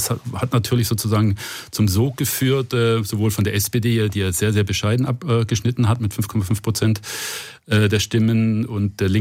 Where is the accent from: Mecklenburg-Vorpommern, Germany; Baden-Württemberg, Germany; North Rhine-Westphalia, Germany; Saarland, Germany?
Baden-Württemberg, Germany; Stuttgart; Waren natürlich harte Zeiten im VfB-Land sozusagen, wo ich aufgewachsen bin als Werder-Fan.